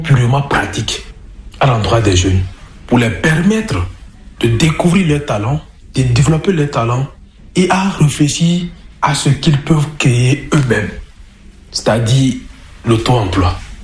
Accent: Ouaké, Donga, Benin; organisons des visites touristiques pour leur permettre de découvrir ce que nous avons comme culture chez nous, à Ouaké.

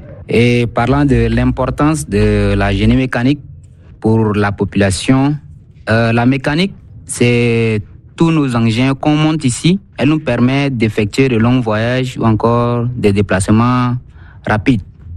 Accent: Chad; ici au Tchad

